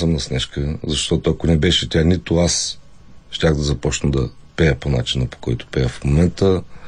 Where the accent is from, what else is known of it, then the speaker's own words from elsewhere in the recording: Burgas, Burgas Province, Bulgaria; Аз съм от Бургас, да.